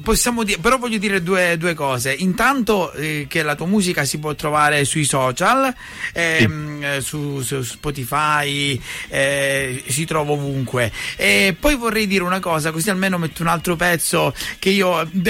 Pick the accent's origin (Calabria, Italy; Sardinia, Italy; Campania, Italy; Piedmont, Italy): Calabria, Italy